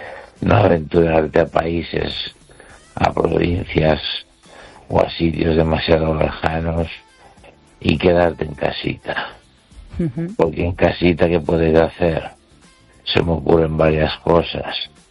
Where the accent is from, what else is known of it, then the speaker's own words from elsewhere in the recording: Catalonia, Spain; Spanish is a second language; Y ahora soy escritor español, catalán en expresiones española.